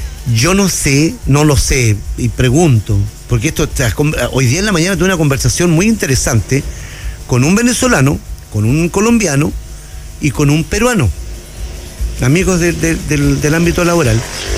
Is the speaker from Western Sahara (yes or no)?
no; Chile